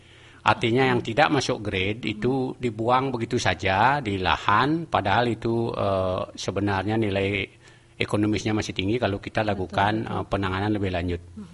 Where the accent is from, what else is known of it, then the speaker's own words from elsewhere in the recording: Bali, Indonesia; apalagi saya orang Bali